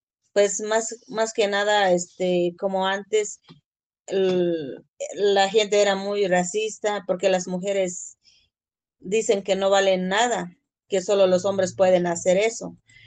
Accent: San Juan Chamula, Chiapas, Mexico; soy originario de San Juan Chamula, hablo tzotzil

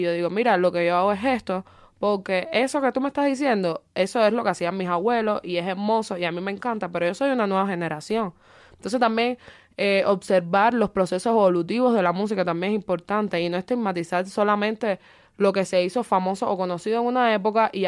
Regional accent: Cuba; ya porque soy cubana

